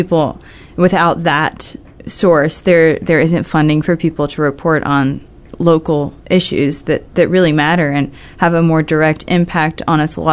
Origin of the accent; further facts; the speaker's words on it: Kentucky, United States; I grew up in Bath County, Kentucky, which is near Moorhead.